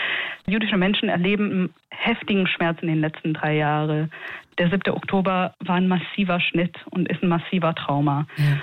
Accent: Israel; now in Berlin, Germany; Ich komme selbst aus Israel

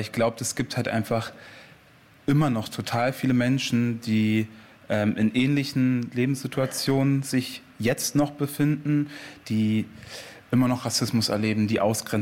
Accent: East Germany, Germany; genau wie ich halt den Osten und Deutschland als meine Heimat verinnerlicht habe

